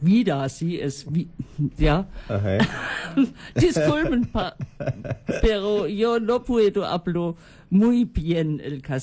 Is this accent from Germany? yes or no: yes; Friesenheim, Baden-Württemberg, Germany; Spanish is a second language; vengo de Alemania. Mi ciudad se llama Friesenheim, es una pequeña ciudad, y pertenezco a la iglesia de San Lorenzo en Friesenheim